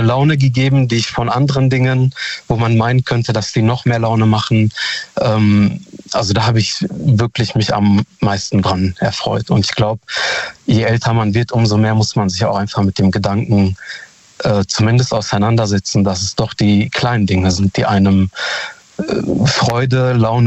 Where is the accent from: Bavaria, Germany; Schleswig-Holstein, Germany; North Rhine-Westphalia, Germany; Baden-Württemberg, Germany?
North Rhine-Westphalia, Germany; Hamm; hier ist der … ich komme aus Hamm.